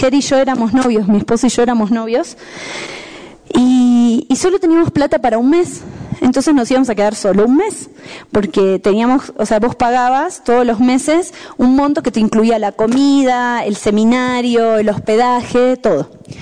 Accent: La Paz, Bolivia; born there; Por más que nací en La Paz, llego de vuelta a algo que no pueden respirar.

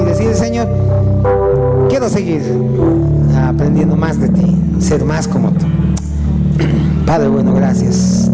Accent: Bolivia

